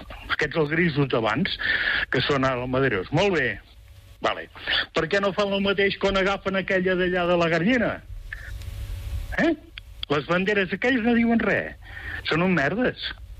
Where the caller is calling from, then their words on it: Llers, Catalonia, Spain; de Llers.